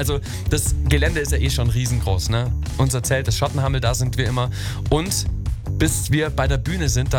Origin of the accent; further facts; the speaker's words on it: Augsburg, Bavaria, Germany; als Augsburger